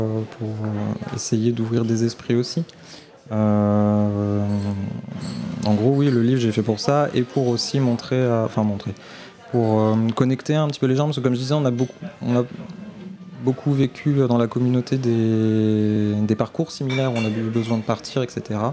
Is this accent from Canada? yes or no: no; Auvergne-Rhône-Alpes, France; now in Lyon, France; Je suis parti de la région où j'ai grandi. Donc, comme vous disiez, je suis passé de la Savoie à Lyon.